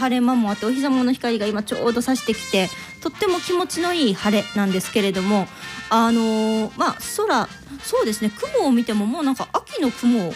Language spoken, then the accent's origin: Japanese; Osaka, Japan; moved away as an adult; now in Ishikawa, Japan; 私大阪で生まれ育って大人になってから石川県にやってきた人間なんですけれども